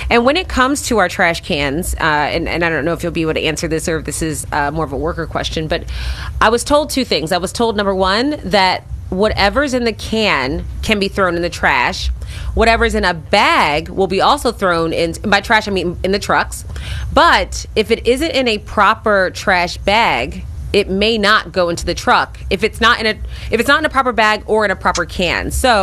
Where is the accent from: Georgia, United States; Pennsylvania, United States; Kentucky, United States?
Pennsylvania, United States; Philadelphia; I'm born and raised in Philadelphia, and when people come here, their number one complaint is how dirty the city is.